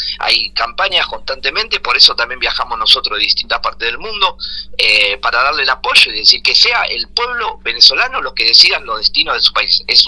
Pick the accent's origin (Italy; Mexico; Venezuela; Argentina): Argentina; Morón, Buenos Aires Province; born there; soy argentino, nacido en la provincia de Buenos Aires, en la zona oeste, en Morón. Y llegué a Caracas invitado por el gobierno